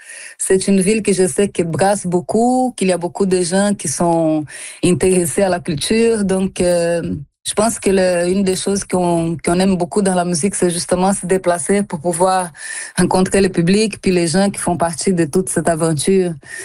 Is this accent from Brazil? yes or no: yes; Brazil; moved away as an adult; now in Quebec, Canada; C'est ma communauté de mon pays d'origine.